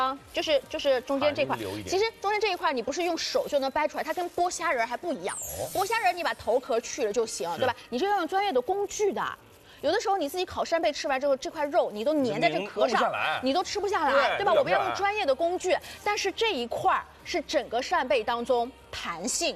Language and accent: Chinese; Shanghai, China; 因为我们上海人吃这个吃的不太多